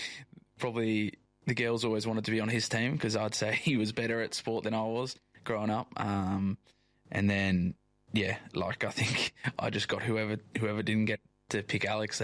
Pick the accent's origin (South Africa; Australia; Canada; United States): Australia; moved away as an adult; now in England; So we done like sort of the complete flip where she came over and stayed in Australia when she was 18, and I sort of did the opposite when I finished school, went over to England and unintentionally stayed there